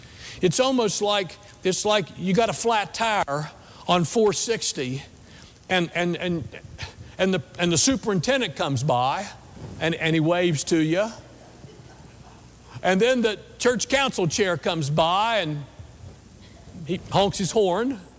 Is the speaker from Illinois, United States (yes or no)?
no; West Virginia, United States; we're from West Virginia, we know how people look down upon us and stereotype us even before they know who we are.